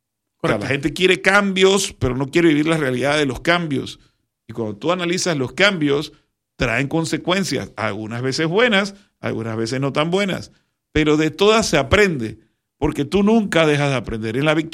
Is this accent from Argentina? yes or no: no; Panama; ¿qué estaríamos nosotros como panameños, todos los panameños